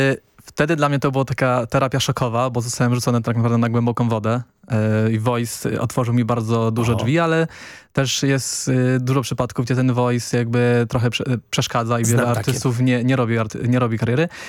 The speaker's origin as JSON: {"language": "Polish", "town": "Młynne", "region": "Lesser Poland", "country": "Poland", "also_born_or_lived": "Kraków / Katowice / London", "said": "Tak, ja w ogóle pochodzę z Młynnego, koło Limanowej, więc jeszcze mniejsza wioseczka. A w Krakowie rzeczywiście mieszkałem, potem w Katowicach."}